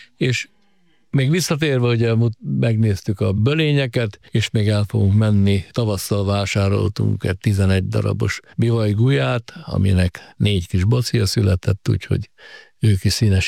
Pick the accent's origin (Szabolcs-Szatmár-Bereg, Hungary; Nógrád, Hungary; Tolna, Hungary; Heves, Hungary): Nógrád, Hungary; Zagyvaróna; Egy szerencsém volt, én Zagyvaróna, Rónabányán nőttem föl, az ottani erdők olyan nyomot hagytak bennem, hogy egy életre szólott.